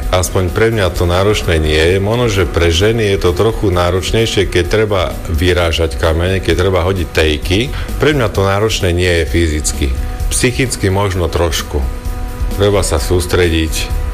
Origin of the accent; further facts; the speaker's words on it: Košice, Košice Region, Slovakia; Ja som z Košic.